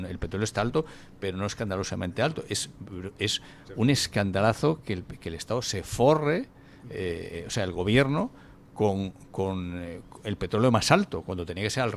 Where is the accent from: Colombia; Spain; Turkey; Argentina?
Spain; yo estaba indignado como español, como Ceuta, no vivo en Ceuta, pero me indigna.